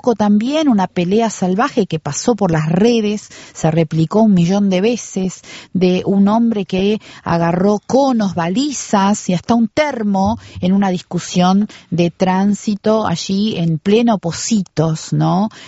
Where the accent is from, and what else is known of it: Uruguay